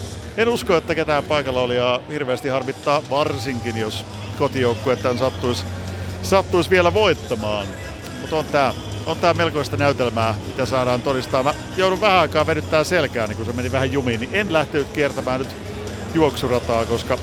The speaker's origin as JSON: {"language": "Finnish", "town": "Pori", "region": "Satakunta", "country": "Finland", "tie": "born or raised there", "said": "koska tarkkakorvaisimmat kuulijat laittoi heti palautetta kotiseudultani Porista"}